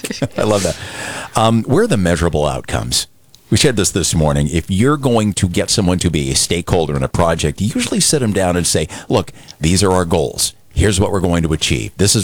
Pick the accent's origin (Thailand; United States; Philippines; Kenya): United States; Aroostook County, Maine; I had to explain it to listeners in what I call Aroostook County English. I can say that because I'm from Aroostook County.